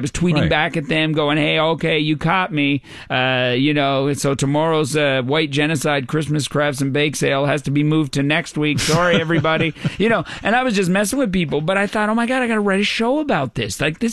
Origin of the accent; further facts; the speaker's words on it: Newfoundland and Labrador, Canada; Oh, I was like, okay, first of all, I grew up in Newfoundland.